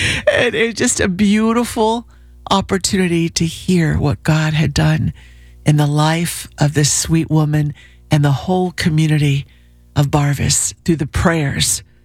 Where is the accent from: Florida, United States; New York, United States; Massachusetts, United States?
Florida, United States; you know, we're from Florida, but we love reading about the Hebrides revival.